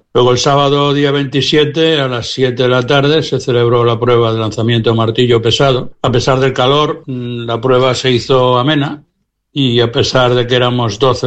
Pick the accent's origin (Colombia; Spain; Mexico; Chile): Spain; Valencia, Valencian Community; yo no soy murciano, soy de Valencia